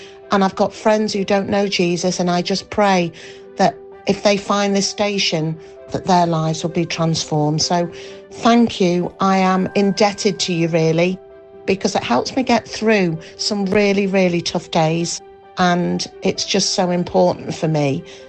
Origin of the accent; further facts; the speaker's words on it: Leeds, Yorkshire and the Humber, United Kingdom; from Leeds.